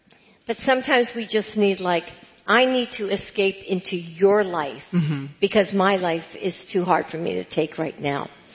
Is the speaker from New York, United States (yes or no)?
no; Pennsylvania, United States; I grew up outside of Philly. I am a Philly girl.